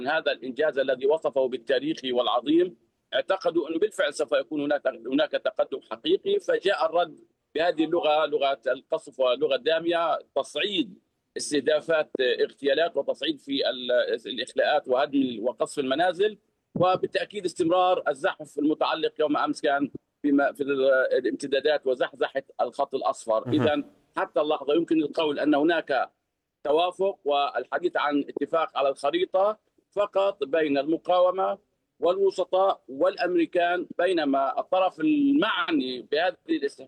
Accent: Gaza Strip, Palestine; يعني حتى هي رسائل لنا كفلسطينيين في غزه وفي نفس المنطقه اللي انا بجلس فيها الان

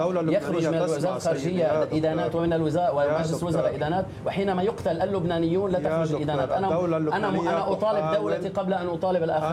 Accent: Lebanon; يجب أن نكون واقعيين كلبنانيين

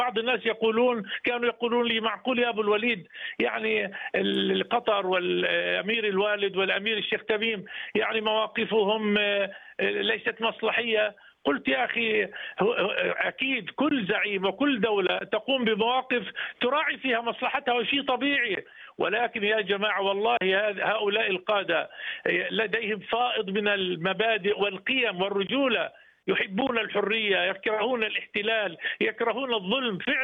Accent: Palestine; وسنظل نحن ابناء فلسطين اوفياء لهذه القامه الكبيره ولقطر لاميرها وقيادتها ولشعبها الكريم

